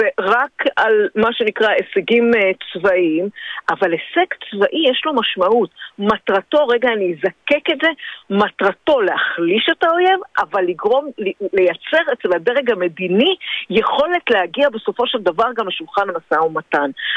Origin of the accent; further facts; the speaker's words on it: the Krayot, Haifa District, Israel; moved away as an adult; now in Gedera, Israel; אני מחיפה, מהקריות, גדלתי בקריות, גרתי בחיפה, למדתי באוניברסיטת חיפה את התואר הראשון שלי.